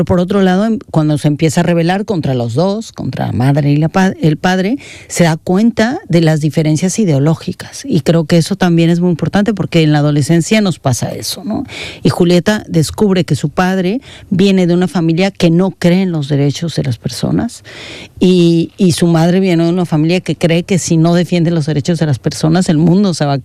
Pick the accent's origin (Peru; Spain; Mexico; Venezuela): Mexico; yo tengo todos estos recuerdos de mi niñez en México